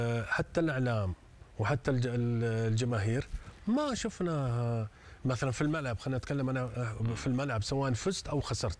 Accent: Saudi Arabia; أنا كلاعب سعودي

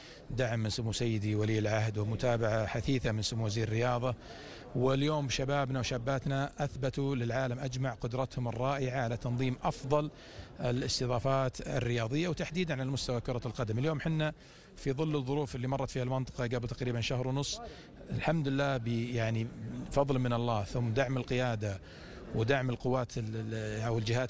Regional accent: Saudi Arabia; اليوم احنا في جدة تاريخية، وجدة تاريخية معروفة لنا كسعوديين ونحبها كثير

